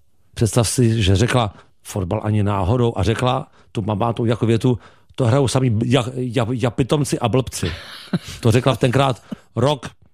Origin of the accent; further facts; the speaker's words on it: Prague, Czechia; A narodil jsem se na Bojišti, Praha 2. Celý život jsem jako v Praze.